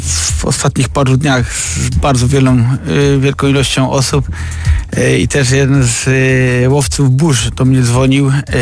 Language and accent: Polish; Nogowczyce, Opole Voivodeship, Poland; Ja wtedy byłem małym chłopakiem, ale pochodzę z Nogowczyc, to jest miejscowość 2 km od Balcarzowic.